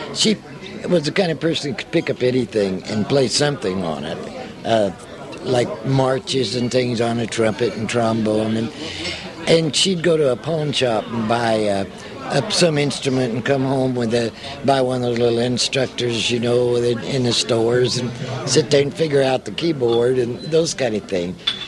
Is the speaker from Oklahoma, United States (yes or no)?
yes; Oklahoma City, Oklahoma, United States; now in Long Beach, United States; So I came from Oklahoma City, and we all settled in Long Beach.